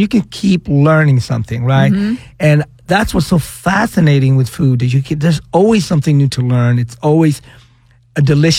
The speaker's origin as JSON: {"language": "English", "country": "Sweden", "tie": "born or raised there", "also_born_or_lived": "Africa", "moved": "yes", "said": "I was born in Africa. I grew up in Sweden."}